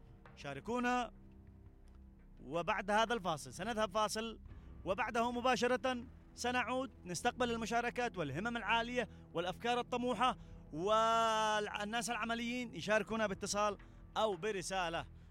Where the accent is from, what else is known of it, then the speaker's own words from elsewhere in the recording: Yemen; عندنا في اليمن